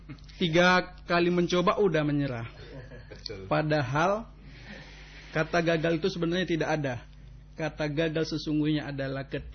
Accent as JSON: {"language": "Indonesian", "region": "Aceh", "country": "Indonesia", "said": "Asli putra Aceh Singkil."}